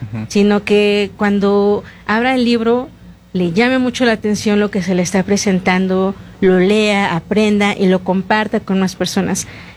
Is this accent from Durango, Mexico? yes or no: no; Tlaxcala, Mexico; yo soy de Tlaxcala, pongo la radio local